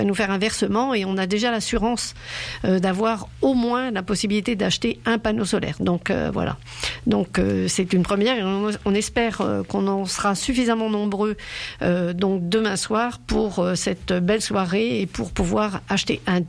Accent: France

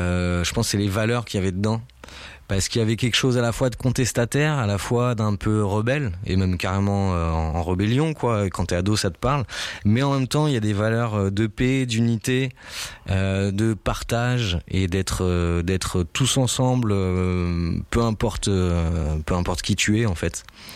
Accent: Tours, Centre-Val de Loire, France; on est tourangeaux à la base.

